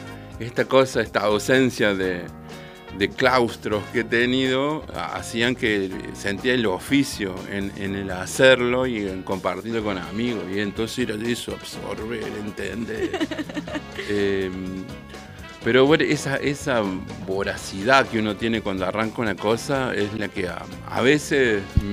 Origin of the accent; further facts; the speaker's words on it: Argentina; Y ahora se viene el Mundial y somos más argentinos que nunca.